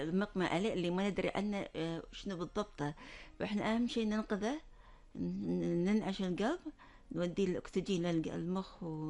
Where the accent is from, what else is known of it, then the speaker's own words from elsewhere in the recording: Kuwait; لان الثقافه ضعيفه هنا عندنا بالكويت، اغلبيه ما عندهم وعي صحي.